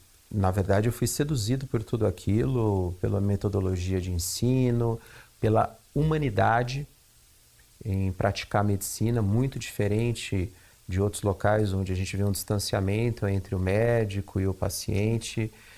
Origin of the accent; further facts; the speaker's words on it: São Paulo, Brazil; moved away as an adult; also born or lived in Botucatu; eu nasci aqui em São Paulo e estudei bastante em alguns colégios tradicionais aqui da capital.